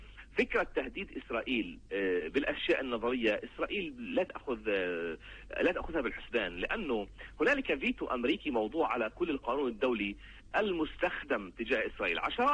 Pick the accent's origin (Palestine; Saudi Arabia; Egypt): Palestine; نحن كفلسطينيين